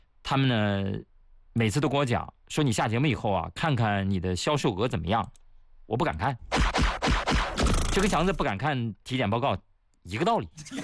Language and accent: Chinese; Shanxi, China; born there; moved away; 我们老家都是啊，汾酒嘛，啊，清香型的嘛。